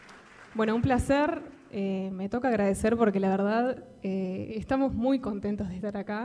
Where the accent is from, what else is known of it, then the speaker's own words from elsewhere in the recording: Mercedes, Soriano, Uruguay; Nosotros somos de Mercedes